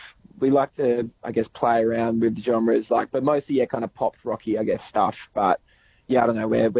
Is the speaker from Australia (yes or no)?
yes; Mandurah, Western Australia, Australia; I grew up in Mandurah my whole life, like the south of Mandurah.